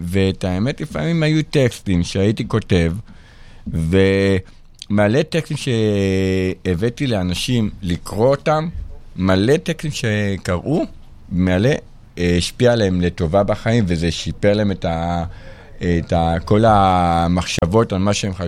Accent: Tel Aviv, Tel Aviv District, Israel; moved away as an adult; now in Haifa, Israel; אני במקור מתל אביב.

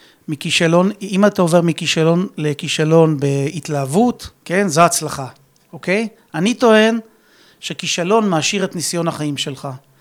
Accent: Rishon LeZion, Central District, Israel; אני נולדתי ברמת אליהו, שזו שכונה של ראשון. שכונה שהיא בעצם דומה מאוד לעיר אופקים. גם במבנה של האוכלוסייה שלה.

